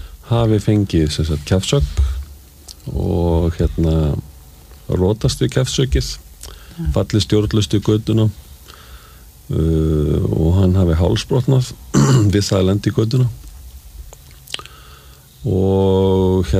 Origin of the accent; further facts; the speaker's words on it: Reykjavík, Capital Region, Iceland; Ég alveg upp í Reykjavík